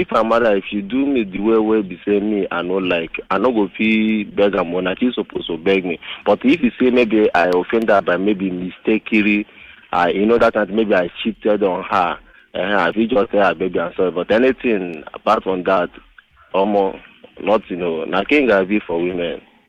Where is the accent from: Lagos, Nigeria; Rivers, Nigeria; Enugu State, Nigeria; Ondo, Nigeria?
Lagos, Nigeria; I was born and brought up in Lagos and I school in Lagos.